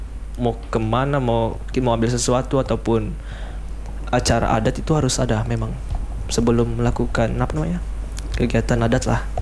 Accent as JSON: {"language": "Indonesian", "region": "North Kalimantan", "country": "Indonesia", "said": "kita sebagai suku Tidung di Kabupaten Nunukan ini"}